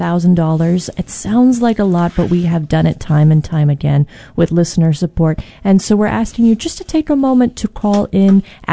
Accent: Hawaii, United States; now in San Francisco, United States; I work from San Francisco, and then I'm from Hawaii Island. And so I would say I spend about a quarter of my time in Honolulu. I'm able to spend about a quarter of my time where I grew up, and then the rest of the time in San Francisco.

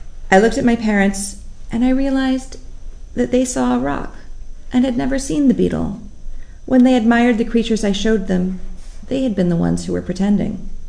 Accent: Volcano, Hawaii, United States; I grew up in Volcano.

